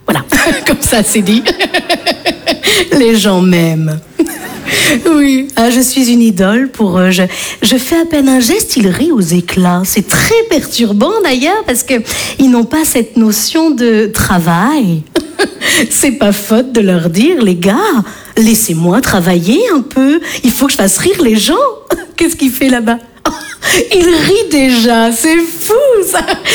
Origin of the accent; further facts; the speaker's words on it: Bordeaux, Nouvelle-Aquitaine, France; je viens de Bordeaux